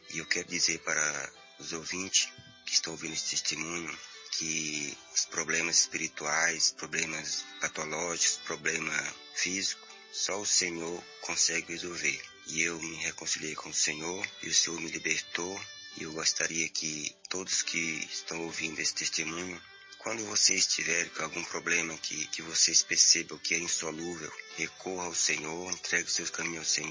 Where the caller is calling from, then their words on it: Carapicuíba, São Paulo, Brazil; sou aqui de Carapicuíba.